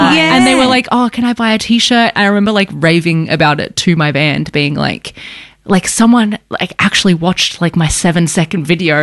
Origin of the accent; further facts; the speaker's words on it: Australia; we're from Australia.